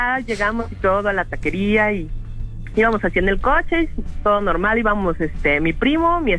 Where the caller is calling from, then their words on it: Mexico City, Mexico; De aquí, de la Ciudad de México, de la alcaldía Cuauhtémoc.